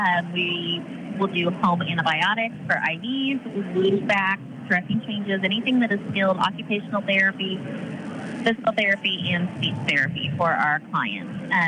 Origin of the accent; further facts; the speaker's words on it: Bedford, Indiana, United States; I'm a Bedford girl. I'm from Lawrence County myself.